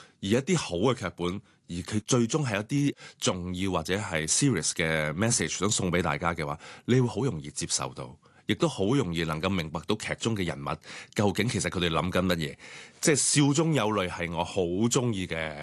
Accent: Hong Kong

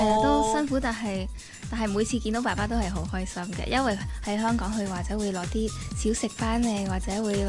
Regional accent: Malaysia; 但系我喺马来西亚长大，就系喺妈咪嘅音乐同埋舞蹈学院长大

